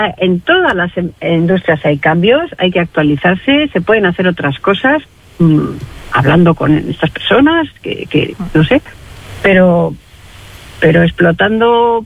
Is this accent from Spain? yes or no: yes; Algorta, Basque Country, Spain; Mucha pena porque es mi pueblo, yo me he criado ahí en el Puerto Viejo, en la playa y tal.